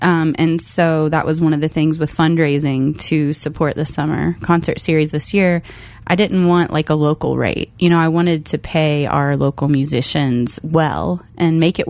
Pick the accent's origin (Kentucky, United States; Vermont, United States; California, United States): Kentucky, United States; from Kentucky. I've never heard that.